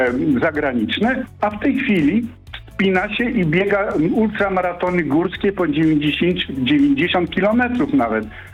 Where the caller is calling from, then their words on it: Oleśnica, Lower Silesian Voivodeship, Poland; z Oleśnicy, zresztą były wyczynowy sportowiec, reprezentant Polski, wielokrotny mistrz Polski.